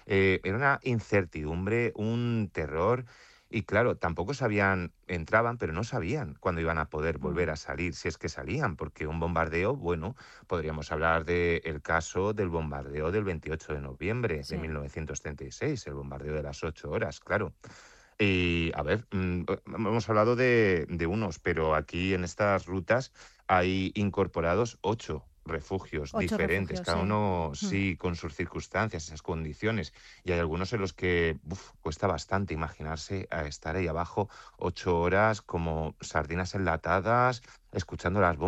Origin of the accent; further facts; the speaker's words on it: Alicante, Valencian Community, Spain; un aspecto que muchas veces olvidamos como alicantinos es que la Guerra Civil acabó aquí en Alicante. Fuimos el último reducto en ser tomado.